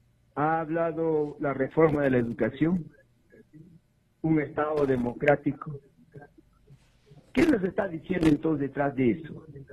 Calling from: Juliaca, Puno, Peru; desde Juliaca.

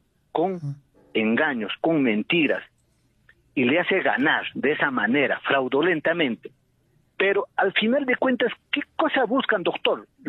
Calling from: Juliaca, Puno, Peru; Me comunico de la ciudad de Juliaca.

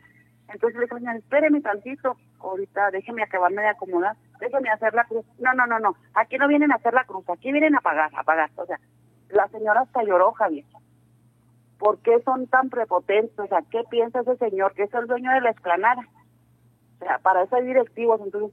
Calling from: Camargo, Mexico

